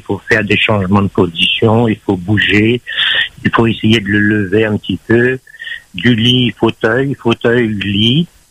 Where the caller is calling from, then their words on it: Dreux, Centre-Val de Loire, France; j'habite à Dreux, hein, du côté de Charles.